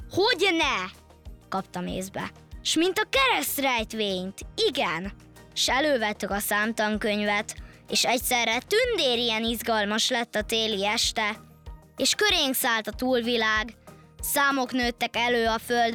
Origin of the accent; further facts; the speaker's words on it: Várpalota, Veszprém County, Hungary; Várpalotáról jöttem, 8 éves vagyok.